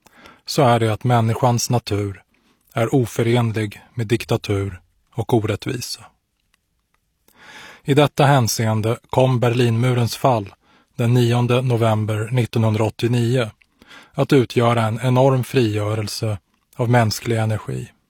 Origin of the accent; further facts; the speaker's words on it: Sweden; livet hemma i Sverige